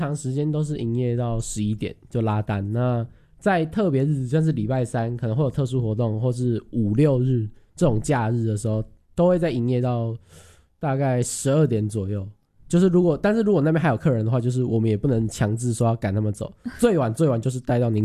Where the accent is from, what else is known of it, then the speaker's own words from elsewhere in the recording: southern Taiwan, Taiwan; now in Taipei, Taiwan; 我从南部，我是因为我是南部人，然后我来北部